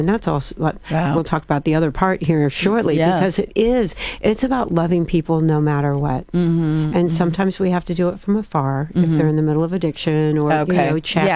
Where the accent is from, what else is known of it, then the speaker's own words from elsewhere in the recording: Indiana, United States; And we grew up in Indiana.